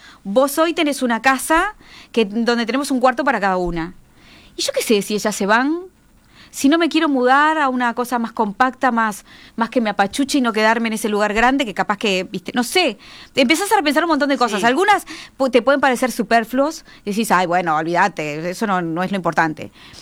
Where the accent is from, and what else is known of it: Uruguay